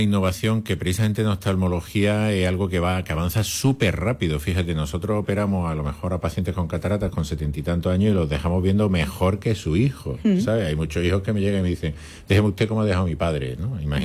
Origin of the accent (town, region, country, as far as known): Granada, Andalusia, Spain; born there; now in Almería, Spain